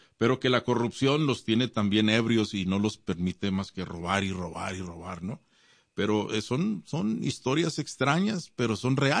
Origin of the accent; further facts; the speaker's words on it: Ciudad Juárez, Chihuahua, Mexico; Sí, cuando yo crecí en la frontera en Ciudad Juárez, yo cruzaba y algunas veces se me olvidaba el cruce y pasaba uno, ¿no?